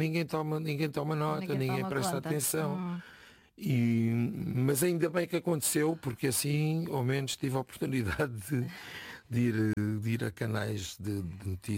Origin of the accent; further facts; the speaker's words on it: Setúbal, Portugal; Não gostava de deixar esta vida sem presidir à Câmara Municipal de Setúbal, que é a minha terra.